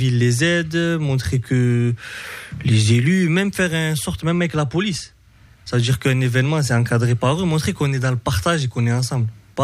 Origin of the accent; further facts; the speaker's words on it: Montauban, Occitanie, France; Non, moi je suis du 82.